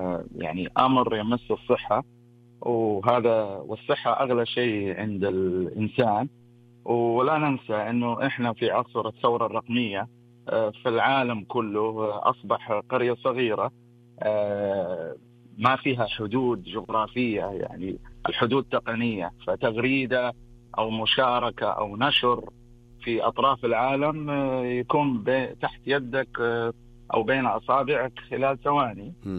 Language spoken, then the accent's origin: Arabic; Lebanon; أنا لبناني.